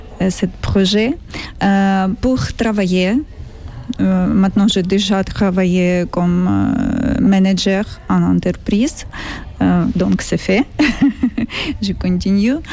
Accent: Ukraine; French is a second language; now in Amiens, France; je viens d'Ukraine. Maintenant j'habite à Amiens

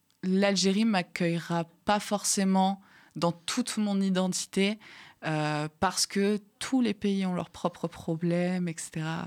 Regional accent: France; quand on a grandi en France

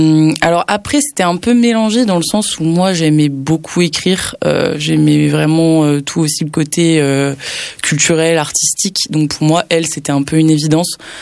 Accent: Nantes, Pays de la Loire, France; moved away; Je viens de Nantes

